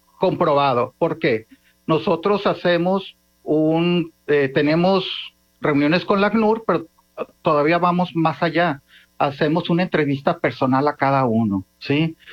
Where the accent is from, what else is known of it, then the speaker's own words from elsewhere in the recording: Mazatlán, Sinaloa, Mexico; also born or lived in Mexico City; Yo estaba, de hecho, trabajando en la Ciudad de México, soy de Mazatlán. Vine aquí